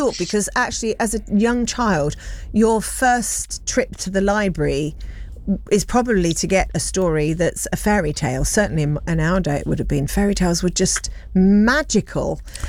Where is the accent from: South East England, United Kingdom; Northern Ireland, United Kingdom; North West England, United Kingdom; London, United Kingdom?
London, United Kingdom; Enfield; born there; when I was born in Enfield